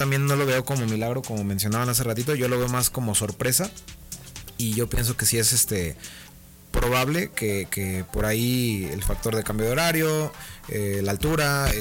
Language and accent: Spanish; Mexico